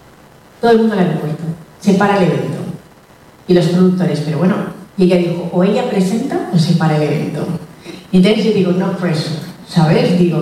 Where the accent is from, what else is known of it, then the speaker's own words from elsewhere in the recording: Equatorial Guinea; para una vez que mi país de origen me pide algo, voy a decir que no. Total, que me fui a Guinea.